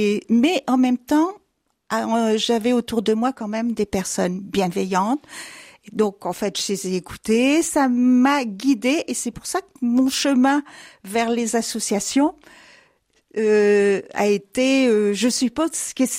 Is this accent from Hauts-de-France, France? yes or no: yes; Chaumont-en-Vexin, Hauts-de-France, France; born there; Alors, je suis née dans l'Oise. À Chaumont-en-Vexin, exactement.